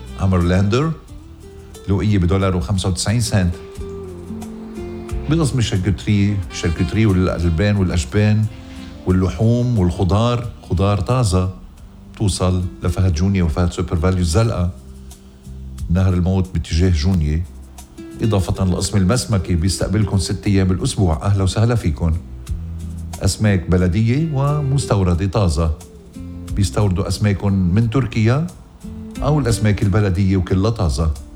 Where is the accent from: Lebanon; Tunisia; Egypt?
Lebanon; بوطني وطنكم لبنان